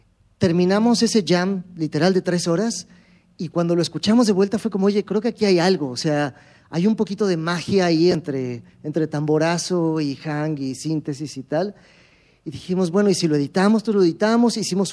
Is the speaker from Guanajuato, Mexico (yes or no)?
no; Mexico City, Mexico; now in Querétaro, Mexico; yo soy de la Ciudad de México, pero ahora vivo en Querétaro.